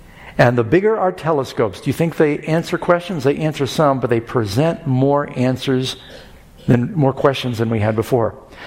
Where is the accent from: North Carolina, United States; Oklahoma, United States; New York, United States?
New York, United States; New York City; born or raised there; also born or lived in Los Angeles / Miami